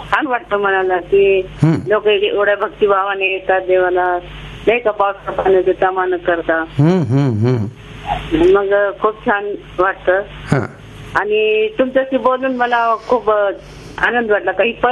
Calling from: Maharashtra, India; निगडे वरून बोलते.

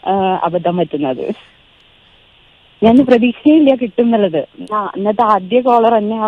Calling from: Melattur, Kerala, India; മേലാറ്റൂരാണ് വീട്. മേലാറ്റൂര്.

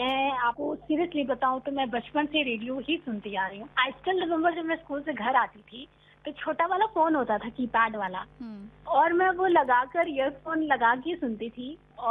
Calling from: Prayagraj, Uttar Pradesh, India; और मैं प्रयागराज से हूँ।

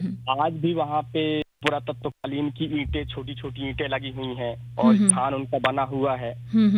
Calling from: Katni, Madhya Pradesh, India; बोल रहा हूँ मैम, कटनी ग्राम डिठवारा से।

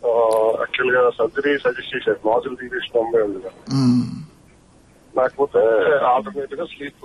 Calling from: Hyderabad, Telangana, India; నేను హైదరాబాద్ నుంచి మాట్లాడుతున్నాను.

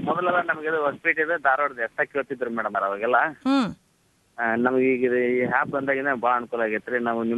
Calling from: Bhagyanagar, Karnataka, India; ಭಾಗ್ಯನಗರ ಪಟ್ಟಣ ಮೇಡಮ್.

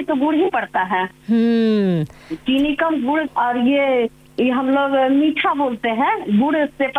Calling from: Bihar Sharif, Bihar, India; बिहार शरीफ मगरा, मेरा गांव का नाम हुआ जी। मैं नालंदा जिला से बात कर रही हूँ।

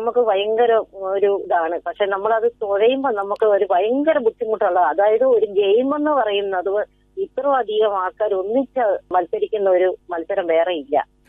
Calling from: Kumarakom, Kerala, India; ഞാൻ കോട്ടയം ജില്ലയിലെ കുമരകത്തുനിന്നാണ് വിളിക്കുന്നത്.

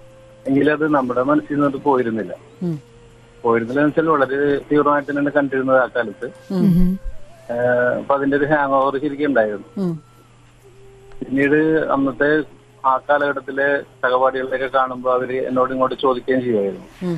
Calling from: Azhikode, Kerala, India; Azhikode.

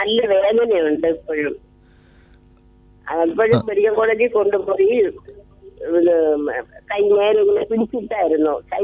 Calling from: Peyad, Kerala, India; ഞാൻ പേയാട് നിന്നാണ് വിളിക്കുന്നത്.

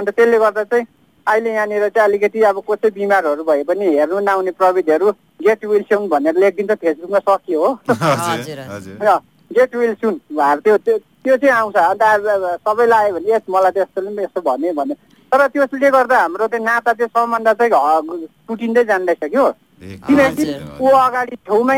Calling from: Mirik, West Bengal, India; म तपाईँहरूको एकदम रेगुलर लिसनर मिरिक थर्मनिङ्गालीबाट … बोल्दैछु।

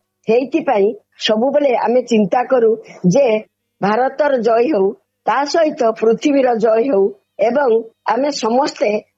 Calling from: Baripada, Odisha, India; ବାରିପଦାରୁ କହୁଛି, ସମାଜସେବୀ ଜଣେ।

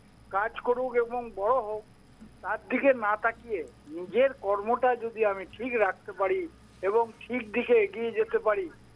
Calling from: Budbud, West Bengal, India; আমি পশ্চিমবঙ্গের পূর্ব বর্ধমান জেলার বুধবুদ থেকে

